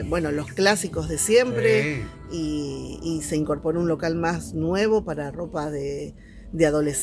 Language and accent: Spanish; General Rodríguez, Buenos Aires Province, Argentina; Soy de acá de General Rodríguez, toda la vida viví acá.